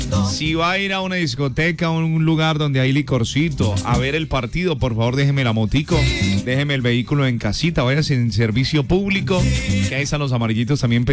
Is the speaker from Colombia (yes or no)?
yes; Colombia; usted y yo somos más colombianos que nunca